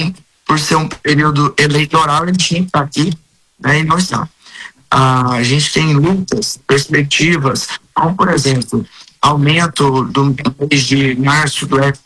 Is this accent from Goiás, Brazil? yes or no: yes; Goiás, Brazil; nós somos goianos